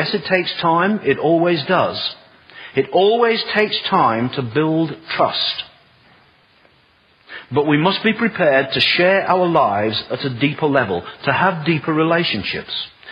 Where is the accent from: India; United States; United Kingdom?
United Kingdom; I'm typical British.